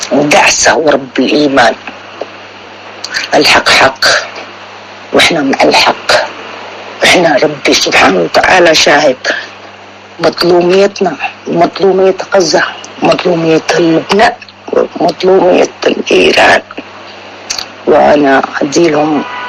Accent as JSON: {"language": "Arabic", "country": "Yemen", "said": "احنا أحرار يمنيين أحرار"}